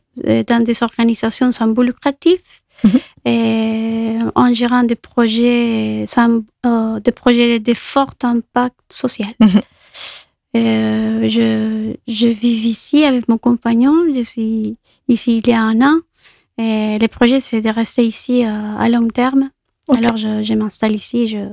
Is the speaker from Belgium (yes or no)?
no; Colombia; French is a second language; moved away as an adult; now in Nantes, France; je viens de la Colombie. J'ai fait mes études de master ici en France, en Nantes précisément, il y a 7 ans déjà.